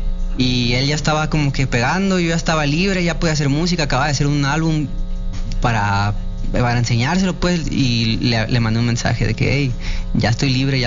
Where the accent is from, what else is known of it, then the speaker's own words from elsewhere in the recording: Guadalajara, Jalisco, Mexico; Sí, tapatío, más tapatío que el virote salado.